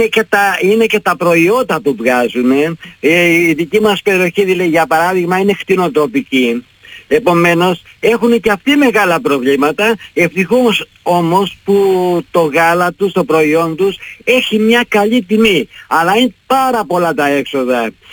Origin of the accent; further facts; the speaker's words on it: Skepasto, Greece; να πω όμως και δύο λόγια για το χωριό μου.